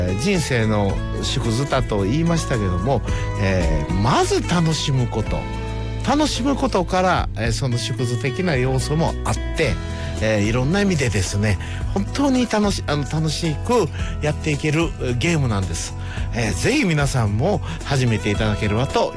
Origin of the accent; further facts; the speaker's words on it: Kakogawa, Hyogo, Japan; 加古川、私も出身でね、もうずっとこう地元の商店街とか、はい、あっちこっち回ってた時代